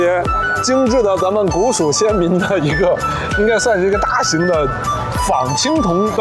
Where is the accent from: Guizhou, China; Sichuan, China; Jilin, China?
Sichuan, China; Chengdu; 咱们成都话里面有一个仔花